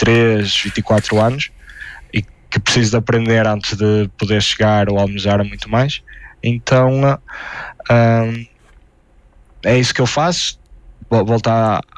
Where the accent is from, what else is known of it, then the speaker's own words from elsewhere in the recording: Ponte de Lima, Viana do Castelo, Portugal; Eu sou de Ponte Lima, mas voltei para Portugal, neste caso em Évora